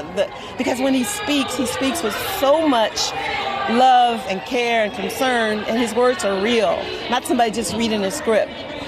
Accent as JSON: {"language": "English", "town": "Chicago", "region": "Illinois", "country": "United States", "said": "I love the Obamas, and I'm also from Chicago, and I'm also from the south side of Chicago."}